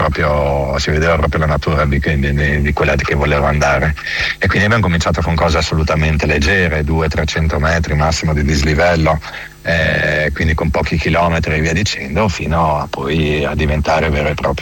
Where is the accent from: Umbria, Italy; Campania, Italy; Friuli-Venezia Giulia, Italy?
Friuli-Venezia Giulia, Italy; da friulano che sono, comunque vengo dalla montagna